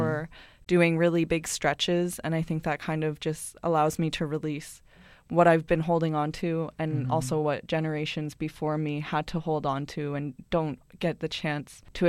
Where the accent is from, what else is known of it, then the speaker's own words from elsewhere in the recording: Ontario, Canada; I'm from Munsi, which is in southwestern Ontario, and I'm part of the Loon Clan, and my home is my mom and my grandma because they're the ones that raised me. I was speaking in Ojibwe, and the last part was Lenape